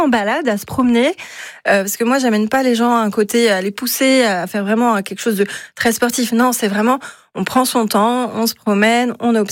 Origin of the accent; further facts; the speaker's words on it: Le Minihic-sur-Rance, Brittany, France; on est mini-iquoise, donc mini-exurance.